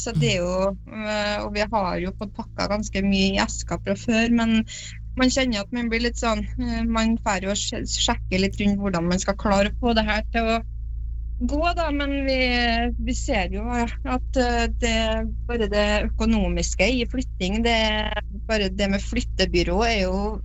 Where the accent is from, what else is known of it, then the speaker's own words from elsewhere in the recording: Frøya, Trøndelag, Norway; Jeg har bodd på Frøya hele mitt liv